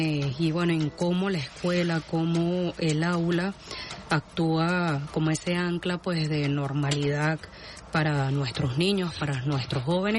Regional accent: Venezuela; en nuestro país, Venezuela

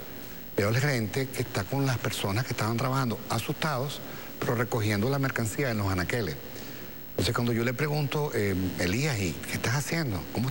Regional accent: Venezuela

